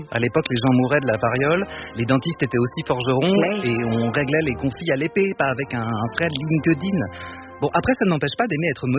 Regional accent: Strasbourg, Grand Est, France; Je suis originaire de Strasbourg.

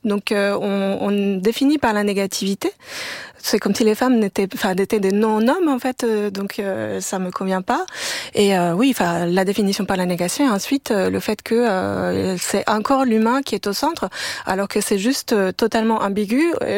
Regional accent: Colombia; moved away as an adult; now in France; Nature qui est tellement présente, tellement parfois envahissante en Colombie, mon pays d'origine.

